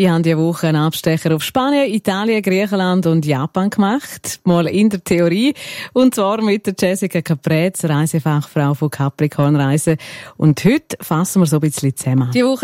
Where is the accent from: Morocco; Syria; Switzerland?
Switzerland